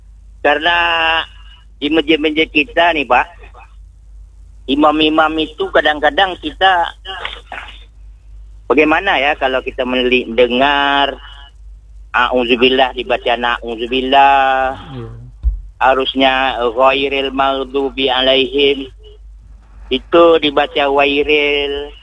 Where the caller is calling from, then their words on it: Tanjung Pinang, Riau Islands, Indonesia; Tok Londe, Kampung Bulang.